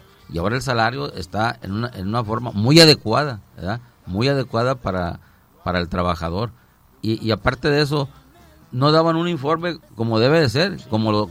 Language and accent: Spanish; Pueblo Juárez, Mexico; el ejido de donde yo soy originario, que es de Pueblo Juárez